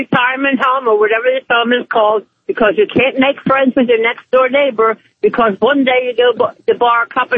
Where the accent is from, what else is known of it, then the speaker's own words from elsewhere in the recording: Philadelphia, Pennsylvania, United States; now in Milton, United States; I'm from Philly. I'm no Meemaw, but what? I live in Milton, Georgia.